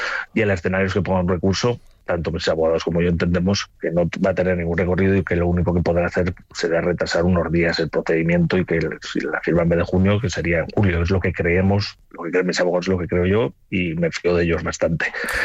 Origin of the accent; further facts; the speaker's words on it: Aragon, Spain; Yo soy aragonés y a mí no me da igual que, o sea, lo que pase con este pliego